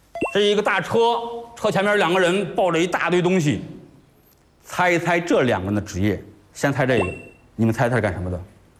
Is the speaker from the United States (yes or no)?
no; Kaifeng, Henan, China; 特别是我们每一个开封土生土长的孩子